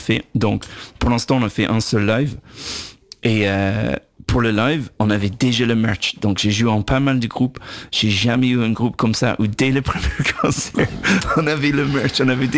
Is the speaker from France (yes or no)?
no; Dublin, Leinster, Ireland; quand j'étais ado à Dublin.